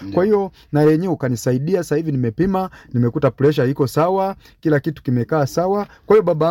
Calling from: Iringa, Tanzania; natoka hapa Iringa Ipogoro.

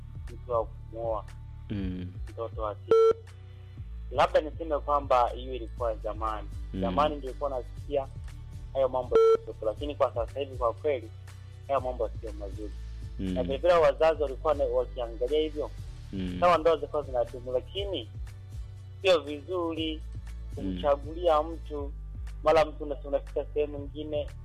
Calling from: Mara, Tanzania; Hata mimi mwenyewe nimekuwa maeneo ya kijijini kule kwetu Bushindwa Mara.

